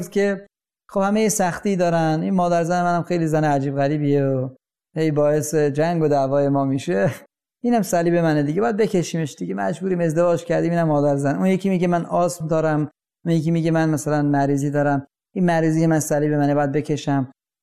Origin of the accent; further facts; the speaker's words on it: Iran; من در ایران یا ماها همه در ایران متولد شدیم، بزرگ شدیم و دیدیم در کلیسا افرادی بودن که به خاطر ایمانشون طرد شدن.